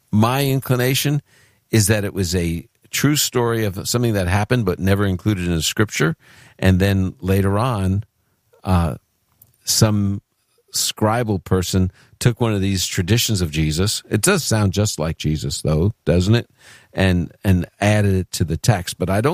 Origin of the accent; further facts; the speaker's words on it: New York City, New York, United States; moved away; That's my neck of the woods where I'm from originally, you know, from the Holy Land, Brooklyn, New York.